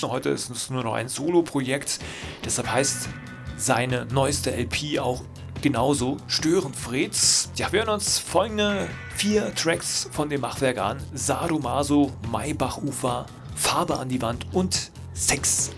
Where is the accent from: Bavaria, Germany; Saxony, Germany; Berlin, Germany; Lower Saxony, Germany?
Berlin, Germany; Ich bin auch aus Berlin